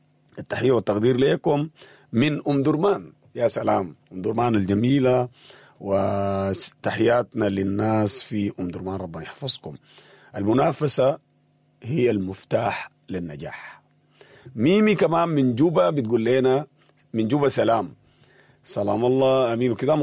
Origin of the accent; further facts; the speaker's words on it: Sudan; إحنا كمان كسودانيين